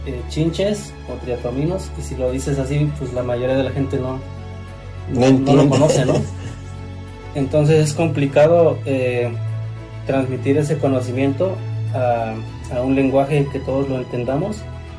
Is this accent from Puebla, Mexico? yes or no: yes; Acatlán de Osorio, Puebla, Mexico; born there; soy biólogo, soy de aquí de Acatlán de Osorio